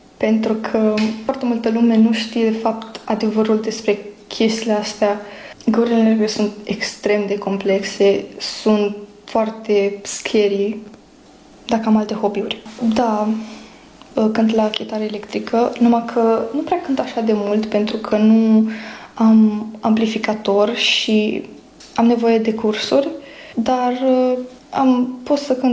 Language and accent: Romanian; Pecica, Arad County, Romania; also born or lived in Cenadu Unguresc, Hungary; sunt din România, județul Arad, din localitatea Pecica. Am 13 ani